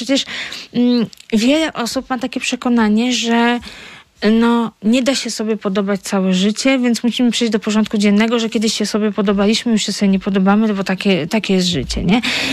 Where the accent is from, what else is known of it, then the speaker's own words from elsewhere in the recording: Warsaw, Masovian Voivodeship, Poland; moved away; Ja byłam takim typowym warszawiakiem, co się przeprowadził